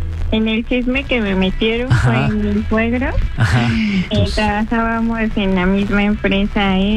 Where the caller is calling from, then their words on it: Álvaro Obregón, Mexico City, Mexico; Soy del Álvaro Obregón